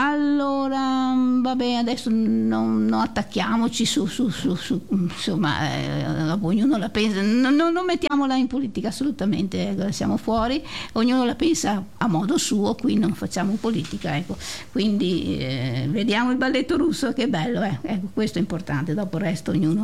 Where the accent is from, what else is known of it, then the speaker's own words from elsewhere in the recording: Padua, Veneto, Italy; Padova come va? Bene? Noi siamo di Padova, va bene?